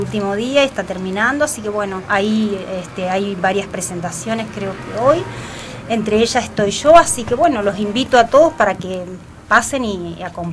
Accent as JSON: {"language": "Spanish", "region": "Corrientes", "country": "Argentina", "tie": "born or raised there", "moved": "yes", "said": "yo vengo de la provincia de Corrientes"}